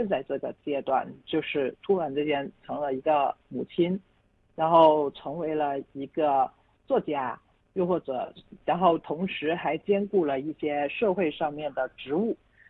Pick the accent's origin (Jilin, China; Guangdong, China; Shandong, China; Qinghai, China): Guangdong, China; 我们广东人